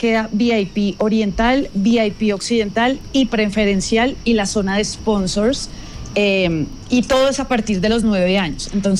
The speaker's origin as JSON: {"language": "Spanish", "country": "Colombia", "said": "somos unos berracos en general como colombianos."}